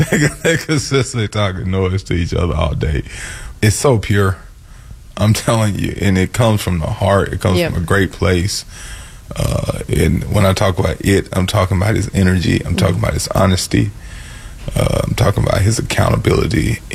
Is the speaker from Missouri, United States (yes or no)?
no; Mississippi, United States; I'm from Mississippi. I have no idea where Amsterdam is.